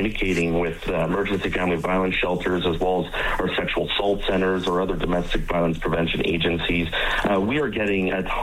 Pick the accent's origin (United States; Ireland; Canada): Canada; Saskatchewan; I mean, I grew up in another part of Canada. I grew up in Saskatchewan. I remember coming to Alberta in the late 90s with my family